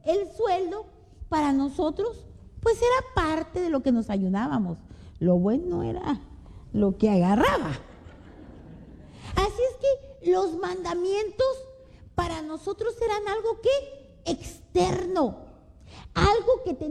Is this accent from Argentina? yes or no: no; Monterrey, Nuevo León, Mexico; nosotros somos de Monterrey.